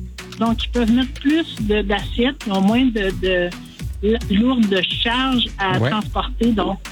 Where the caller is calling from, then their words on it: Saint-Jean-sur-Richelieu, Quebec, Canada; En fait, moi, je suis de Saint-Jean-sur-Richelieu